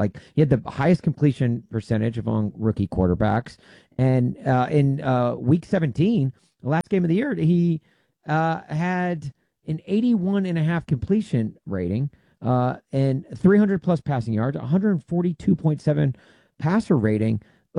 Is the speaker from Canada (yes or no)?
no; Nashville, Tennessee, United States; which is like growing up in Nashville, that was the one tell how you could always tell like who the tourists were